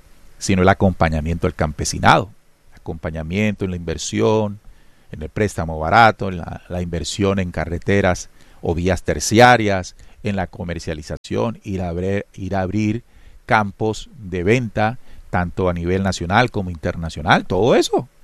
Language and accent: Spanish; Colombia; yo como colombiano